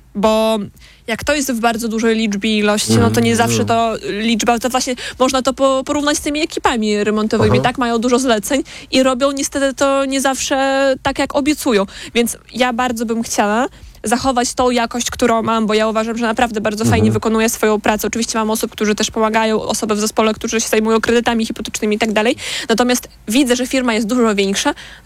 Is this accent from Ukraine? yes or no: no; Belarus; Polish is a second language; now in Poland; ja jestem Białorusinką